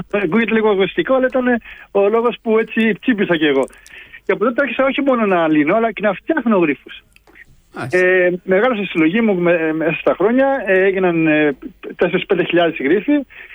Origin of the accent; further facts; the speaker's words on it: Kastellorizo, South Aegean, Greece; born there; moved away as an adult; also born or lived in Australia / Rhodes / Crete; Γεννήθηκα Αυστραλία βέβαια, αλλά 6 χρόνια ήμουν πίσω εδώ, σε θεραπεία σχόλη, στο δημοτικό, στο Καστελόριζο. Οπότε μεγάλωσα μεταξύ Καστελόριζου και Ρόδου μετά, πανεπιστήμιο στην Κρήτη, επέστρεψα στην Αυστραλία.